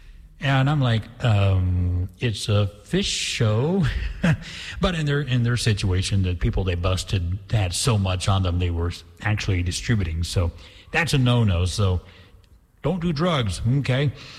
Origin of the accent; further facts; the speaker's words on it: Indianapolis, Indiana, United States; I'm growing up in Indy and having the local radio.